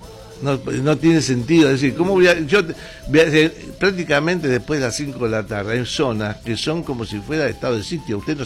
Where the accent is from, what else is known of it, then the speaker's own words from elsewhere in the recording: Buenos Aires, Argentina; Yo me crié en Mataderos, yo me crié en la puerta de casa, en la calle.